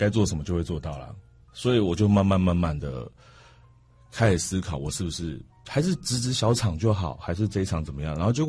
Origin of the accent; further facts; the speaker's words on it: Taipei, Taiwan; 我是台北人